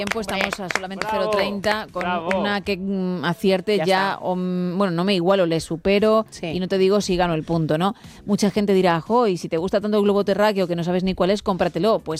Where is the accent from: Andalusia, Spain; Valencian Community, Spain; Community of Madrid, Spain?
Community of Madrid, Spain; Madrid; born there; No, nací en Madrid.